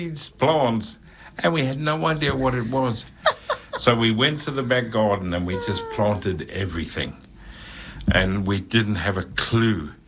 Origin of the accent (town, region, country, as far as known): South Africa; moved away